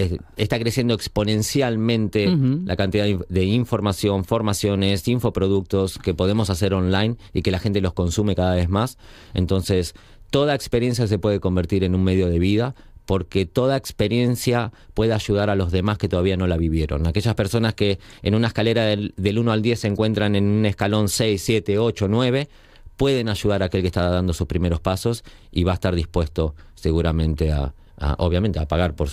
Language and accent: Spanish; Argentina; now in Asturias, Spain; en Argentina tenemos nuestra Patagonia hermosa, también maravillosa, nuestra Pampa